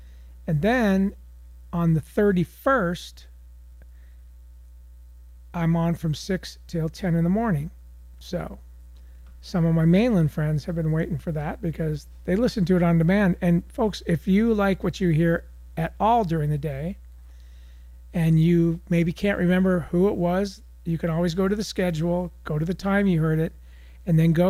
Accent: Wailuku, Hawaii, United States; here in downtown Wailuku, the Hamlet, my hometown. Here, right up the hill.

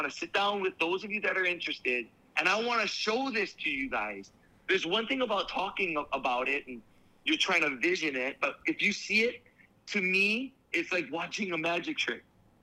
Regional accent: Honolulu, Hawaii, United States; I have no Hawaiian. I'm half German, half Portuguese. That's it. Born and raised here. But I am not Hawaiian. I do not have Hawaiian blood.

